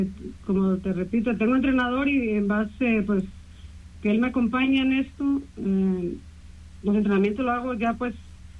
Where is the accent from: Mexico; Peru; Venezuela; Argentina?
Mexico; Naranjal; yo soy del Naranjal. Uh-huh. Soy una persona de campo